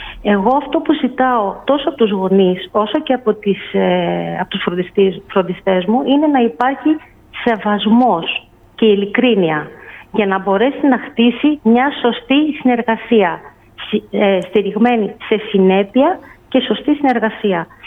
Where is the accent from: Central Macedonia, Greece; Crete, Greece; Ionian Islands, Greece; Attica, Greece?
Central Macedonia, Greece; Thessaloniki; Ξεκίνησα με τη Θεσσαλονίκη γιατί είναι η πόλη μου.